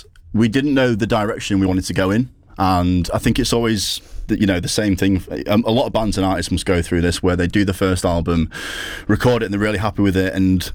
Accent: Grimsby, Yorkshire and the Humber, United Kingdom; moved away as an adult; also born or lived in Manchester; I'm from Grimsby originally.

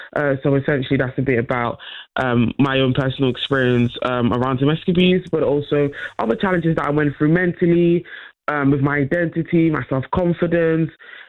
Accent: Netherlands; Growing up, unfortunately, as well, I grew up in the Netherlands. I'd experienced a lot of racism, a lot of bullying

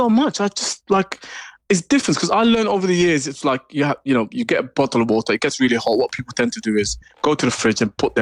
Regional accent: London, United Kingdom; And I'm a Londoner.

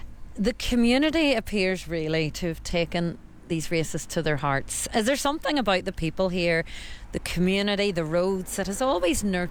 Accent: Tyrone, Northern Ireland, United Kingdom; accent: Tyrone; Like me and my Tyrone accent

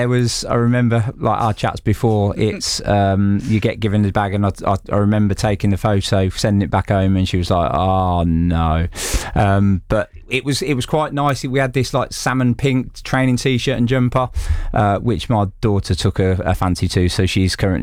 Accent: England, United Kingdom; I'm an Englishman and proud to be an Englishman.

